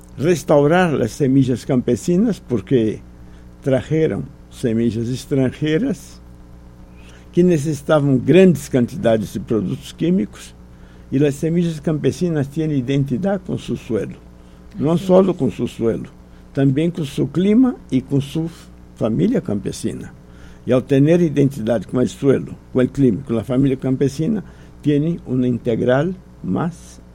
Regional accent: Brazil; Spanish is a second language; Vamos ver que yo hablo un castellano un poco raro porque soy brasileño.

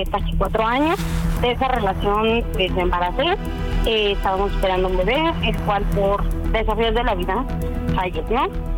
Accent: Ecatepec, State of Mexico, Mexico; Tengo 30 años, soy de aquí de Catepec.

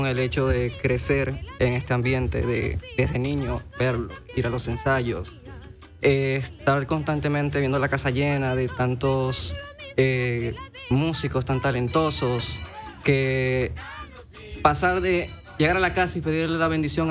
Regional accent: Cabimas, Zulia, Venezuela; born there; Eso de crecer y escuchar por la calle una gaita de Barrio Obrero

